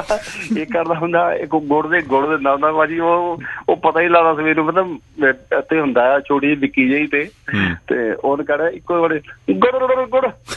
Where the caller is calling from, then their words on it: Kandole, Punjab, India; ਬਾਤ ਕਰ ਰਿਹਾ ਜੀ।